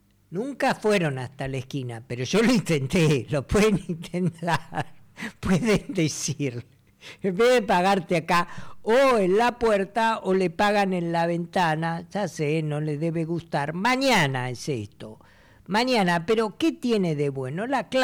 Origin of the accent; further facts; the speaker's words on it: Buenos Aires, Argentina; Bueno, es el barrio de él, pero era mi barrio natal.